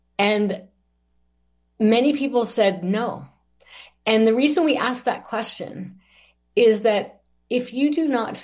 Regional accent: Canada; As much as we like to think here in Canada that, you know, well, we're Canadian

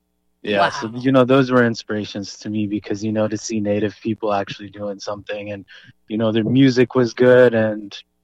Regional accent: Lillooet, British Columbia, Canada; So I grew up in Lillooet, BC

